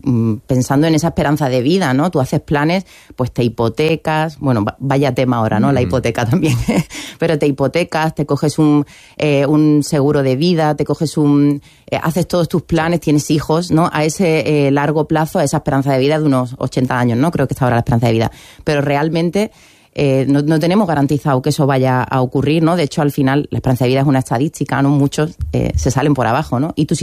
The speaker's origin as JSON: {"language": "Spanish", "town": "Algeciras", "region": "Andalusia", "country": "Spain", "moved": "yes", "said": "venir aquí a mi tierra"}